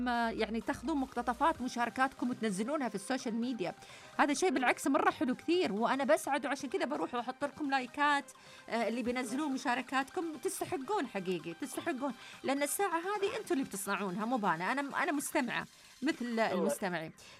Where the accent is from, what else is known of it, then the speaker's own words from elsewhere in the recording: Egypt; من مصر، تحياتي لطاقم البرنامج وأتمنى لكم التوفيق والنجاح، وتحيا المملكة العربية السعودية من جمهورية مصر العربية